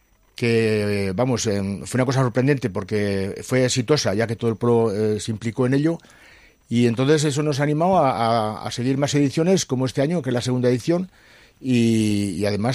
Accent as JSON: {"language": "Spanish", "town": "Guzmán", "region": "Castile and León", "country": "Spain", "said": "Bien, pues bueno, también como reverizador que soy de Guzmán."}